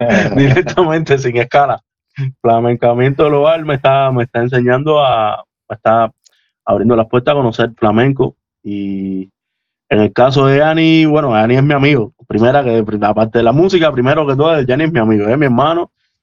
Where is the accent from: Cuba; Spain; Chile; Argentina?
Cuba; moved away; venimos de Cuba y tal